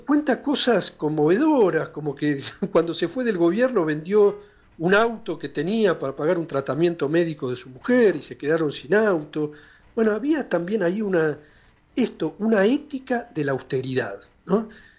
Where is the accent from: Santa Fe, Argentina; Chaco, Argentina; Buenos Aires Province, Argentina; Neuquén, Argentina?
Buenos Aires Province, Argentina; La Plata; Yo soy de La Plata